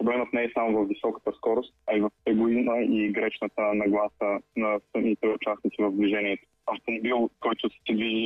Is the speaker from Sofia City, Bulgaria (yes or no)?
no; Kochan, Blagoevgrad Province, Bulgaria; Значи аз съм на 22 години от село Кочан, община Стовче, Гоцеделчество.